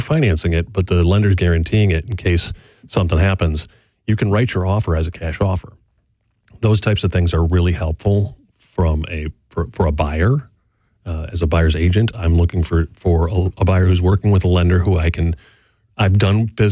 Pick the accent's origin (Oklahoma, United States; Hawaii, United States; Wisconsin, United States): Wisconsin, United States; Whitefish Bay; now in Wauwatosa, United States; Yeah. You know, I grew up in Whitefish Bay. I live in Wauwatosa now.